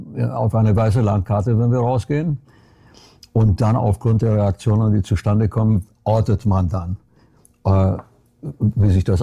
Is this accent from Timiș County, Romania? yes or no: no; Brașov, Brașov County, Romania; moved away; Ich bin geboren in Kronstadt in Rumänien im Karpatenbogen. Und das ist vielleicht nicht ganz so hoch, aber auch gebirgig. Karpaten sind auch wunderschön. Und ich nehme an, dass so meine Kindheit und die Zeit, die wir da unten gelebt haben, das einem so hinterlassen hat.